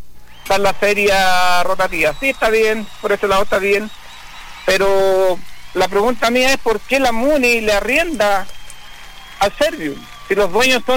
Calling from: Vallenar, Atacama, Chile; de mi tierra.

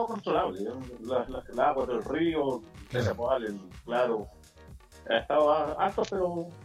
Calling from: Rengo, O'Higgins, Chile; Estamos aquí en Rengo. En Villa Los Prados.

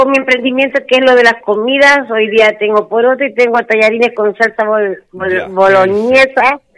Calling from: Rengo, O'Higgins, Chile; Mire, de acá de Rengo.

